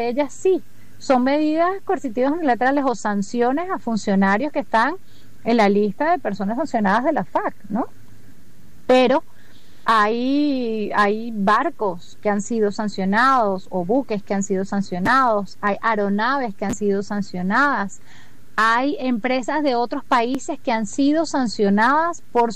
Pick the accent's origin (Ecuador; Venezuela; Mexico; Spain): Venezuela; en realidad somos todos los venezolanos los que estamos pidiendo